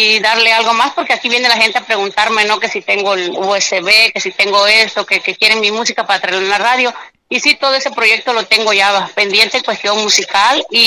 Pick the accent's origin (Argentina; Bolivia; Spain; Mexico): Mexico; El Nacedero, Oaxaca; now in Coatzacoalcos, Mexico; soy nativa de un pueblo que se llama El Nacedero, allá por Matías Romero, Oaxaca, allá por el rumbo de Lagunas, Oaxaca, donde está la cementera Cruz Azul.